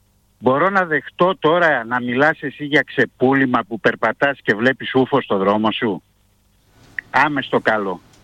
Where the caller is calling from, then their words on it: Greece; Είμαστε Έλληνες εμείς.